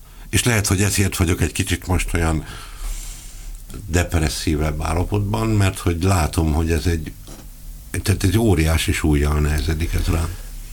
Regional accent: Somogy, Hungary; én egy vallásos, vagy hagyományosan vallásos családban nőttem föl. Ami azért annyit jelent, hogy itt, tehát nem voltak, tehát senki nem volt bigott vallásos a családban, ugyanakkor pedig hát egy templomba járó, a maguk módján a hitüket megvaló, ami egy Dunántúli, egy Somogy megyei faluban szokásos volt, ott a Balatontól nem messze.

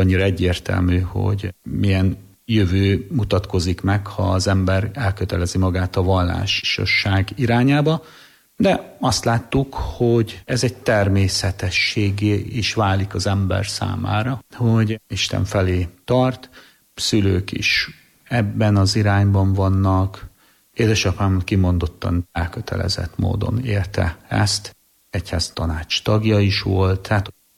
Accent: Pécs, Baranya, Hungary; now in Vác, Hungary; Vácz deákvári plébános. Pécéről számozom, ott nevelkedtem.

